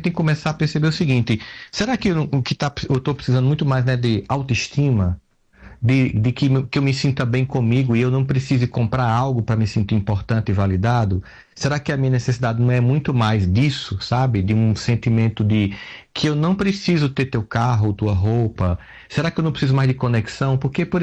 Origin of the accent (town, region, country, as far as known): Campina Grande, Paraíba, Brazil